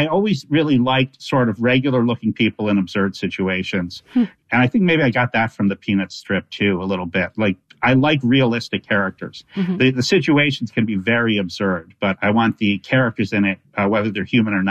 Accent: Milwaukee, Wisconsin, United States; And growing up in Milwaukee, there was a great comics section in the Milwaukee Journal and then the Milwaukee Journal Sentinel growing up.

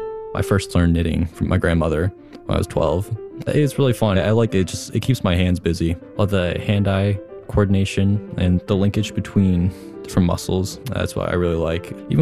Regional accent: Trenton, Maine, United States; I'm 17 years old, and I play the tuba. Growing up in Maine, it's incredible. It's gorgeous there.

